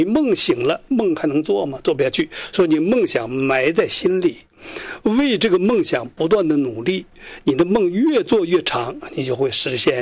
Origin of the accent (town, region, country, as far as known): Jilin, China